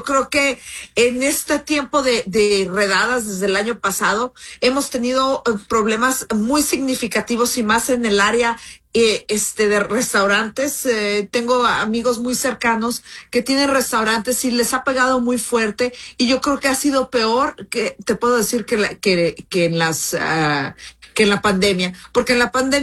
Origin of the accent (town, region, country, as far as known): Mexico; now in Los Angeles, United States